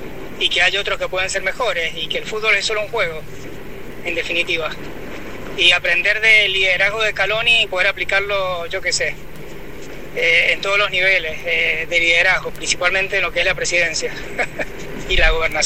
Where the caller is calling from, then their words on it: Argentina; Y creo que como argentinos tenemos que aprender a perder